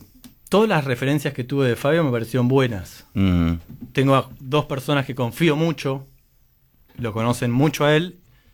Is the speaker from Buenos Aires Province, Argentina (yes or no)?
yes; Temperley, Buenos Aires Province, Argentina; Yo nací en un club. Yo nací en el Launtenny de Temperley, club social, donde pasé los primeros 13 años de mi vida en ese club.